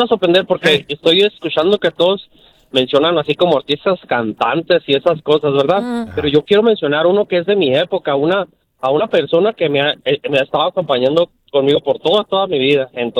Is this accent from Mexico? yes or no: yes; Chihuahua, Mexico; Yo soy de Chihuahua